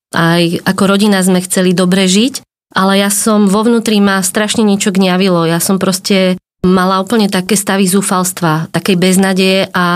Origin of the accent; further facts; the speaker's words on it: Trenčín, Trenčín Region, Slovakia; Pochádzam z Považia, konkrétne z Trenčína. Precestovala som hodný kus Slovenska za ten môj čas života na zemi.